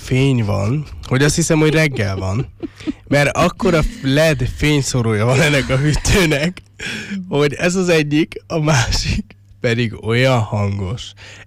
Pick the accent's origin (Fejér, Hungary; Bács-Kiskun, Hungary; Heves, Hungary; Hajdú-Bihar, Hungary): Fejér, Hungary; Székesfehérvár; Ahol mi élünk, ugye meg én felnőttem, ott a játszótérnél, hát ott szerintem brutál hangosan működik ez a trafó. Az öreg hegyen? Igen.